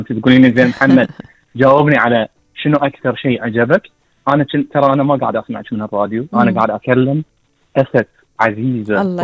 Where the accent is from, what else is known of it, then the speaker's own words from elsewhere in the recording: Bahrain; born there; also born or lived in Isa Town; مدرسنا وتعلمنا وربينا في فرجان المحرق وربينا في فرجان مدينة عيسى وربينا في هالديرة اللي نفري ترابها.